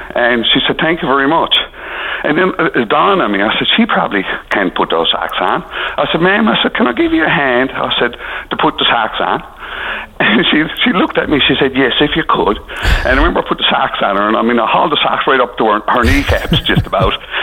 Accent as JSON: {"language": "English", "region": "Newfoundland and Labrador", "country": "Canada", "said": "but, you know, as a Newfoundlander, and, you know, it was very proud for me to be there, and the job that St. John's did."}